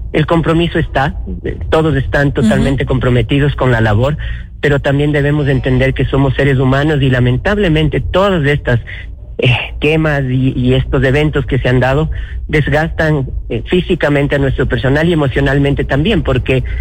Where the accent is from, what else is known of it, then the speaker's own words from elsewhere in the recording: Quito, Pichincha, Ecuador; Nosotros somos de acá de Quito, conocemos del territorio